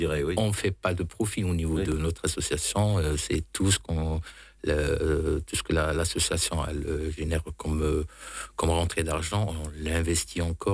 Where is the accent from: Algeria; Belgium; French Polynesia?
Algeria; moved away as an adult; now in France; Non, moi, je suis algérien.